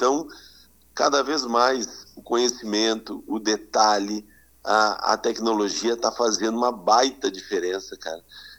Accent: Rio Grande do Sul, Brazil; Eu sou de Itapuã.

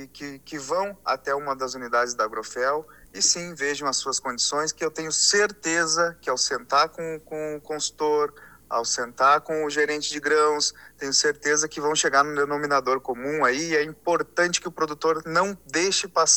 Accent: Cruz Alta, Rio Grande do Sul, Brazil; born there; now in Bagé, Brazil; Eu, natural, …, eu sou de Cruz Alta.

